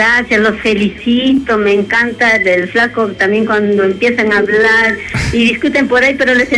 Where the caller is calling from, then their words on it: Huachipa, Lima, Peru; De Huachipa